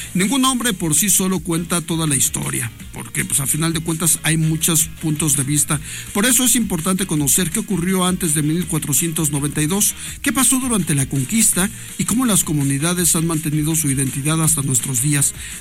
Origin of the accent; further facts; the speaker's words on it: Mexico; somos como mexicanos, en el ejemplo de los que vivimos en México